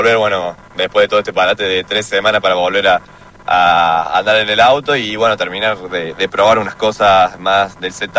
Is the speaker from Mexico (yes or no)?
no; Bell Ville, Córdoba, Argentina; somos los dos de Belville.